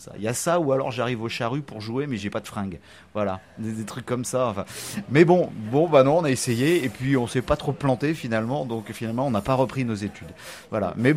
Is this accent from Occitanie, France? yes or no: no; Brest, Brittany, France; also born or lived in Quimper; Ouais, bah, je suis né à Brest, ouais, j'ai passé mon enfance à Brest, après j'ai un peu bougé, voilà, plus Gastel, Quimper, puis je suis revenu à Brest pour mes études